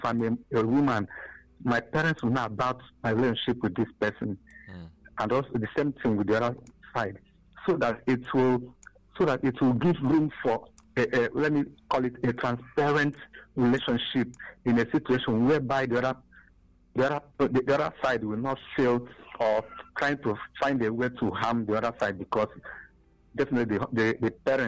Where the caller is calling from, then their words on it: Onitsha, Anambra, Nigeria; I'm calling from Onitsha.